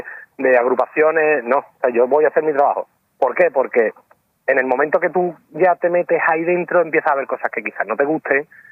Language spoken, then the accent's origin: Spanish; Seville, Andalusia, Spain; yo soy un tío de Sevilla que le gusta el carnaval.